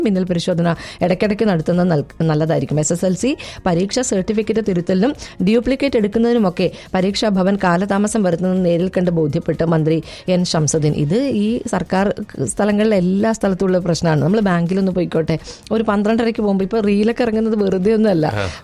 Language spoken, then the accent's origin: Malayalam; Kerala, India; now in Dubai, United Arab Emirates; മലയാളി എന്ന നിലയിൽ, ഇന്ത്യൻ എന്ന നിലയിൽ